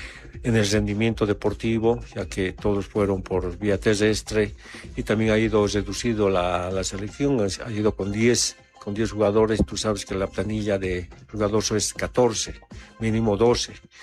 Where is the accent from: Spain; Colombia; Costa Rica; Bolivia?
Bolivia